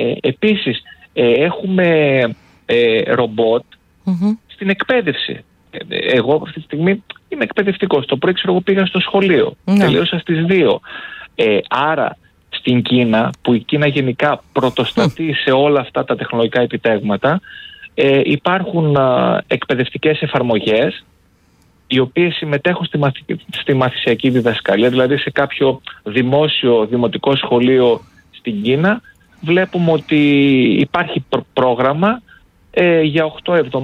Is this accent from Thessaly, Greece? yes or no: yes; Trikala, Thessaly, Greece; όντως αναφέρατε και την πόλη μου τα Τρίκαλα